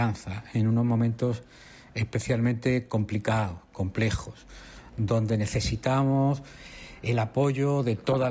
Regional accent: Spain

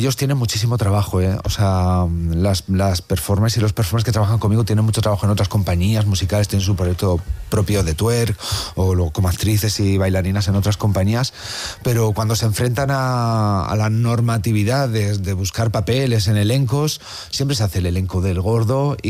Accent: Valladolid, Castile and León, Spain; yo soy de Valladolid, tengo el Museo Nacional de Escultura en mi ciudad, y es algo que está conmigo

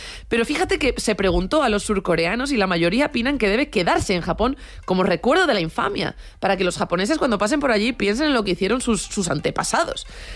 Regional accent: Madrid, Community of Madrid, Spain; pues que somos de Aluche, esto nos pilla un poco lejos

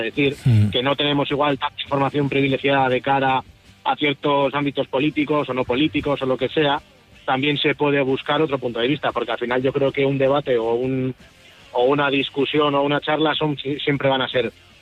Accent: Portugalete, Basque Country, Spain; Vivimos cerca, me refiero a que yo soy de Portugalete, que he llamado varias ocasiones.

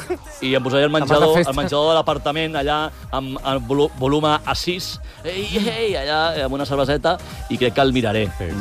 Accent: Galicia, Spain; Soc humorista gallec.

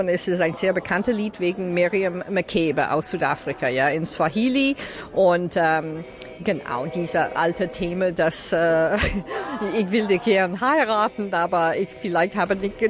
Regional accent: Canada; German is a second language; moved away; ich bin persönlich in Kanada mit einem Riesenboa aufgewachsen

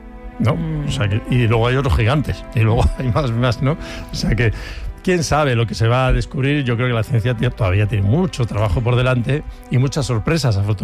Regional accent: Barcelona, Catalonia, Spain; born there; vengo de una familia, yo nací en Barcelona, mi madre era charnega

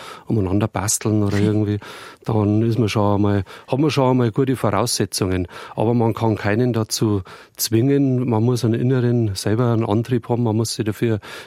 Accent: Bavaria, Germany; Aber damals war das ja bei uns in Niederbayern, musst du dir das vorstellen, das war ja eine sehr strukturschwache Region.

